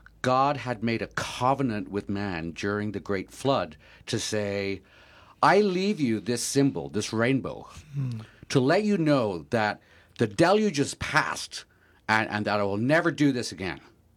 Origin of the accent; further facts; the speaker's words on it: Ireland; I'm Irish.